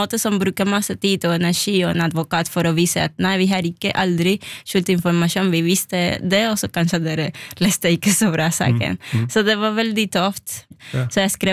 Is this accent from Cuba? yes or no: yes; Cuba; Norwegian is a second language; moved away as an adult; now in Norway; jeg studerte klassisk musikk på Cuba for 10 år